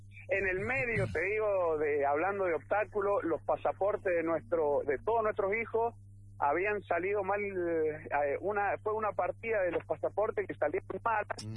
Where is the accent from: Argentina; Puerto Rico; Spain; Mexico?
Argentina; San Juan; Los únicos que conocemos somos los de San Juan